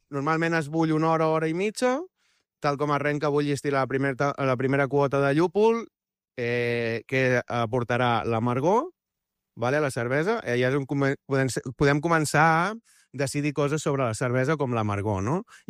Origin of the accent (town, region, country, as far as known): Arenys de Mar, Catalonia, Spain